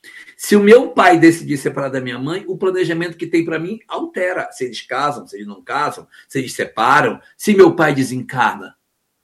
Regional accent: Macapá, Amapá, Brazil; born there; also born or lived in Porto Velho; Eu nasci em Macapá e fui para Porto Velho. Mas é Brasil do mesmo jeito.

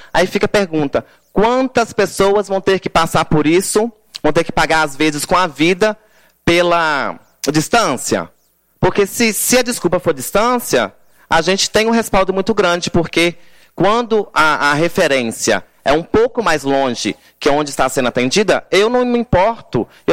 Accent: Brazil; Mas eu sou nascido e criado em Silvestre há mais de 32 anos. Fiz 33, né? Então tem 32 anos que eu moro em Silvestre.

